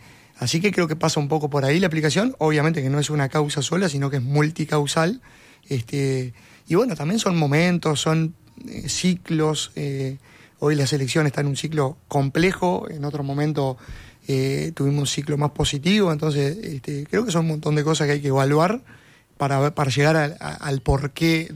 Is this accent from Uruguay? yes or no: yes; Uruguay; a nosotros como uruguayos